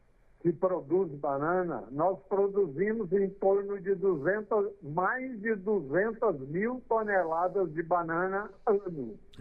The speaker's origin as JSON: {"language": "Portuguese", "town": "São Gotardo", "region": "Minas Gerais", "country": "Brazil", "moved": "as an adult", "lives_now": "Bahia, Brazil", "said": "você já disse, eu sou mineiro da cidade de São Gotardo, lá no estado de Minas, e vim parar na Bahia dia 5 de agosto de 2005, portanto, dia 5 de agosto agora completa 21 anos."}